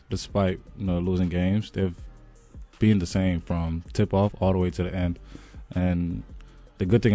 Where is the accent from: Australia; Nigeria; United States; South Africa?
Australia; Perth, Western Australia; moved away; also born or lived in Melbourne; No, I grew up in Perth, but my family's in Melbourne. I spent some brief time in Melbourne before I went to the States.